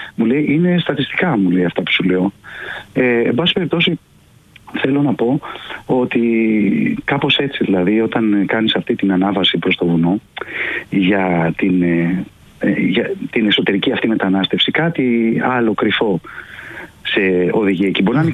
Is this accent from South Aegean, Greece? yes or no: no; Athens, Attica, Greece; Όχι, είμαι Αθηναίος. Είμαι Αθηναίος που πάω στις Κουτσουπιές